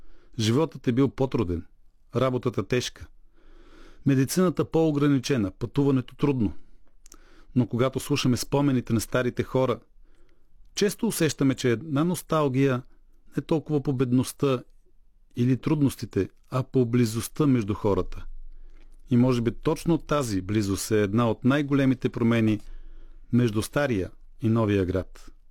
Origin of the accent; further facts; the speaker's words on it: Kardzhali, Kardzhali Province, Bulgaria; Аз съм от Кърджали.